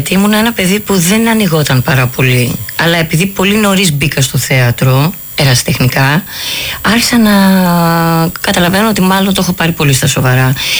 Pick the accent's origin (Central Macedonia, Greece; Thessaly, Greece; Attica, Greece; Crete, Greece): Attica, Greece; Agioi Anargyroi; also born or lived in Boston, United States; Εγώ μεγάλωσα στους Αγίους Αναργύρους. Ναι. Έχω γεννηθεί εκτός Ελλάδος, έχω γεννηθεί Αμερική.